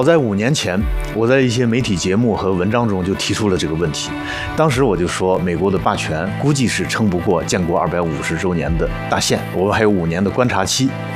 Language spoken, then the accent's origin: Chinese; China; 我们中国人